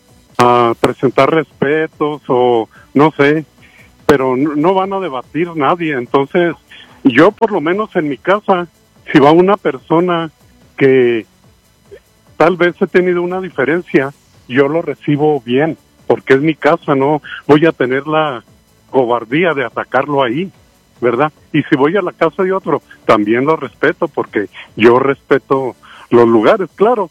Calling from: Mexico; Todos somos mexicanos

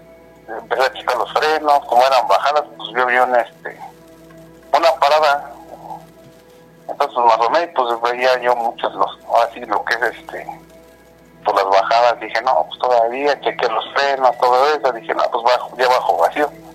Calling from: Querétaro, Mexico; De aquí, del estado de Querétaro.

